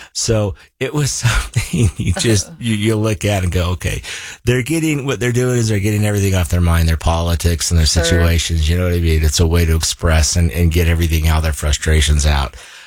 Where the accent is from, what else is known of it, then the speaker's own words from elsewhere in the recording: Idaho, United States; Growing up in Idaho, we had a restaurant